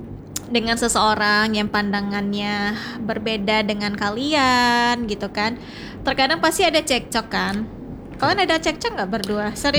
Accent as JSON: {"language": "Indonesian", "region": "Aceh", "country": "Indonesia", "said": "kita kan memang Aceh gitu kan"}